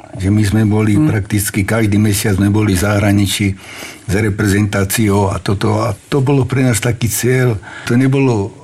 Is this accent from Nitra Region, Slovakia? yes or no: yes; Topoľčany, Nitra Region, Slovakia; a ja osobne pochádzam z Topolčana, v Topolčanoch sa veľmi dobre robilo